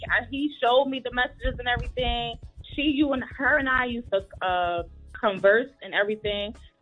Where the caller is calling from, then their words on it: The Bronx, New York, United States; Girl. The Bronx. Good morning, everybody.